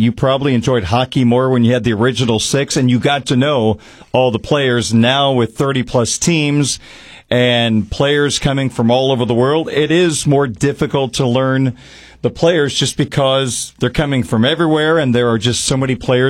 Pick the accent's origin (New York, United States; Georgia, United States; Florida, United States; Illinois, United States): Illinois, United States; Petersburg; When I was growing up in Petersburg